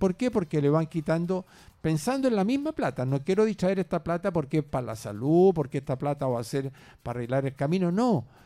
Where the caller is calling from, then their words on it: San Fernando, O'Higgins, Chile; yo soy de acá de San Fernando